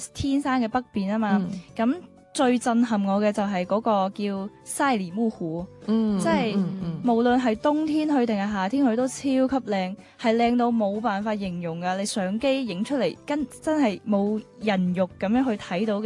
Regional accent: Guangdong, China; 我哋广东人

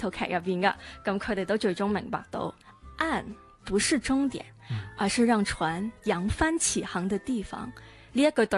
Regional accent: Macau; 咁我都系澳门人，

